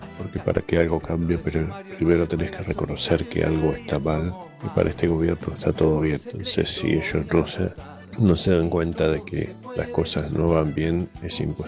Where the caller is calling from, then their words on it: Viedma, Río Negro, Argentina; de Viedma.